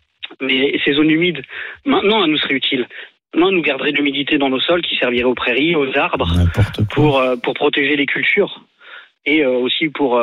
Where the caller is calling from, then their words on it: Auvergne-Rhône-Alpes, France; je suis dans la Limagne. Alors on a eu chaud dans le Puy-de-Dôme.